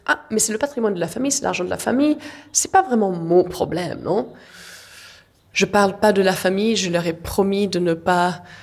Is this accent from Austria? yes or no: yes; Vienna, Austria; J'ai 33 ans, j'habite à Vienne, j'ai toujours habité à Vienne